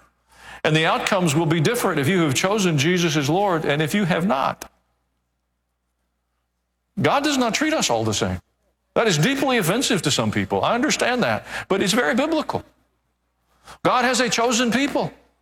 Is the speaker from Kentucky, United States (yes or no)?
no; Kansas City, Missouri, United States; born there; I was born in Kansas City, Missouri. I could have been born along the Amazon River.